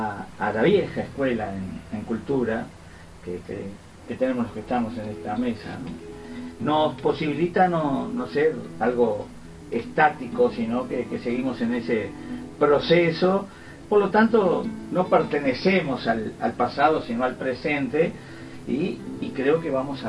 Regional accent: Artigas, Uruguay; ahí en mi patria chica, en Artigas

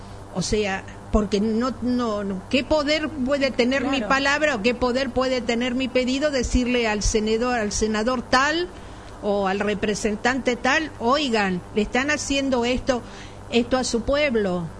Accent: Argentina; yo no soy una ciudadana estadounidense. Yo soy una ciudadana argentina.

